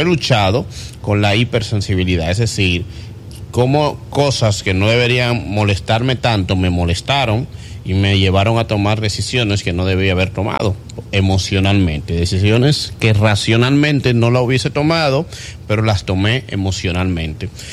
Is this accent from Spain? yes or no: no; Santo Domingo, Dominican Republic; born there; Nací en un barrio de Santo Domingo que se llama Los Mameyes, de escasos recursos